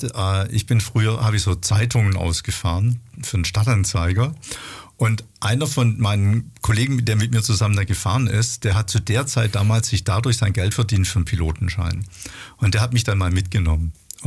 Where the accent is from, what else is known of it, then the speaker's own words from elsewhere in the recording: Rottenburg, Baden-Württemberg, Germany; Ich komme aus der Ecke Rottenburg.